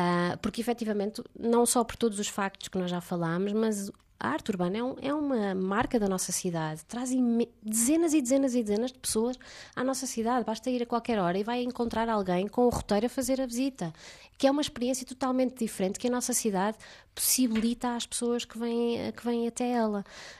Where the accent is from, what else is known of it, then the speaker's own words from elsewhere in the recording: Covilhã, Centro, Portugal; eu nasci na Covilhã e que cresci com um déficit de oferta cultural